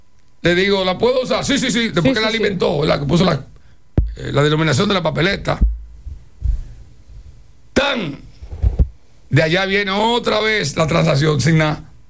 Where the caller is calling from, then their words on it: San Juan, Puerto Rico; yo soy de San Juan